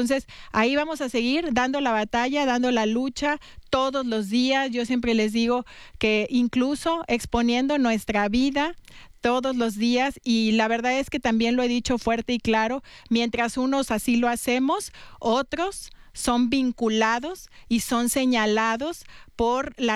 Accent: Mexico

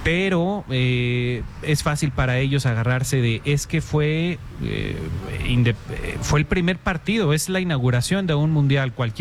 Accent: Mexico; El mexicano se adapta, nos adaptamos para todo.

